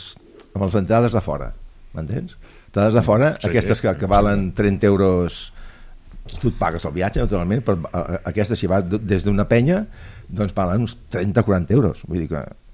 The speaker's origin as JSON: {"language": "Catalan", "town": "Barcelona", "region": "Catalonia", "country": "Spain", "said": "sóc de Barcelona"}